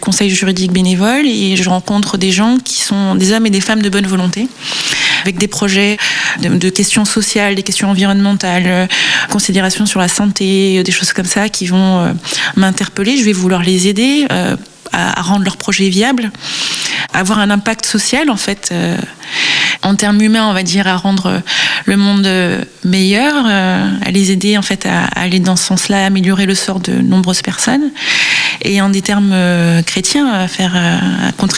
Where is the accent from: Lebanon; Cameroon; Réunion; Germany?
Réunion; j'ai grandi à La Réunion